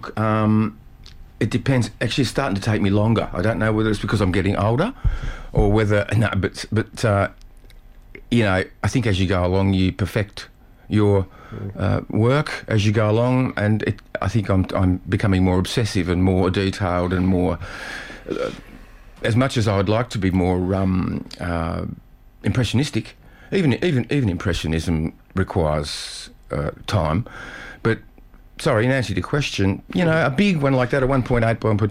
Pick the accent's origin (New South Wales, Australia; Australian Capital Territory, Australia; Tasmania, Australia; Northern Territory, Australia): Tasmania, Australia; Derwent Valley; moved away; also born or lived in Queensland; And I grew up in Tassie, down in the Derwent Valley